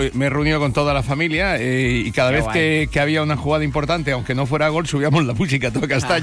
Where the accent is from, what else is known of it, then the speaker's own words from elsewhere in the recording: Cartagena, Region of Murcia, Spain; Mi tierra, ¿no?